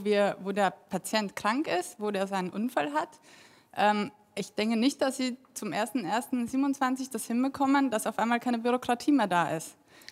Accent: Saxony-Anhalt, Germany; Ich komme aus der Nähe von Magdeburg.

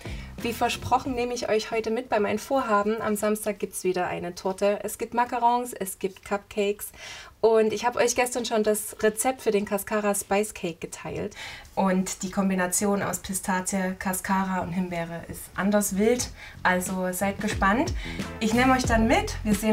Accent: Saxony, Germany; Ich komme aus dem Erzgebirge, aus dem wunderschönen Erzgebirge.

